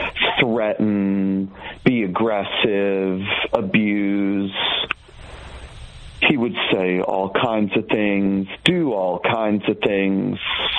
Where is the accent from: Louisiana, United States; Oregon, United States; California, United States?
Oregon, United States; I was raised in Oregon.